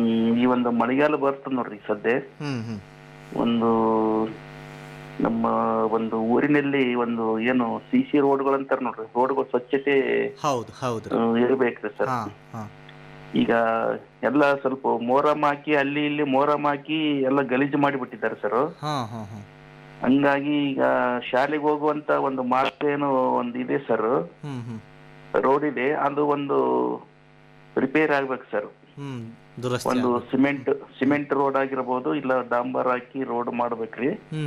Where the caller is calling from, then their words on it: Karnataka, India; ಜೋಕೂರ್ ಗ್ರಾಮದಿಂದ